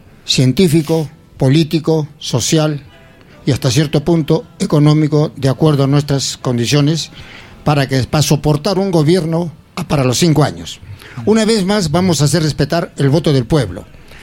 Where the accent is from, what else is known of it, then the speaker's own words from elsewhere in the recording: Peru; El Perú nos necesita y como peruanos tenemos que aportar a beneficio del país.